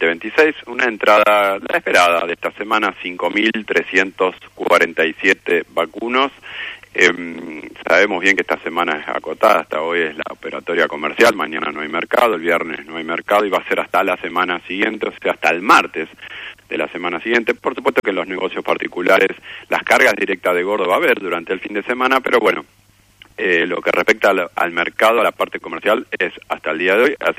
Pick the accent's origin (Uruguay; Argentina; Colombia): Argentina; Somos argentinos.